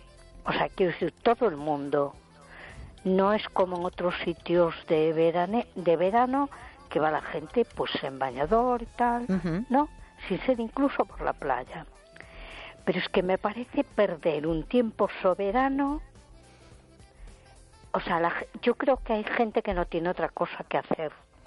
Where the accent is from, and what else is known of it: A Coruña, Galicia, Spain